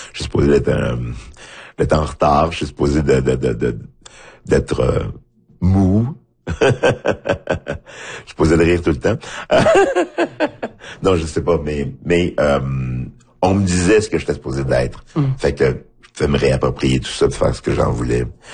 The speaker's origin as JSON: {"language": "French", "country": "Haiti", "said": "Je dis « Oui, je viens d'Haïti, mais je suis en Haïti, mais qu'est-ce que ça veut dire?"}